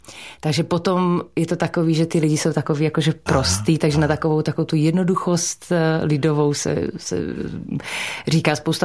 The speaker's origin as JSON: {"language": "Czech", "town": "Malacky", "region": "Bratislava Region", "country": "Slovakia", "tie": "born or raised there", "said": "Jsem Slovenka a Záhoráčka, protože ty oblasti, to je Záhorie, takže my jsme Záhoráci."}